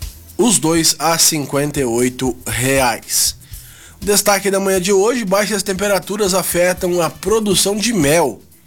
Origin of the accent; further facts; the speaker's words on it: Itaqui, Rio Grande do Sul, Brazil; now in Entre Rios do Sul, Brazil; Em Itaqui, minha terra, na região administrativa de Bagé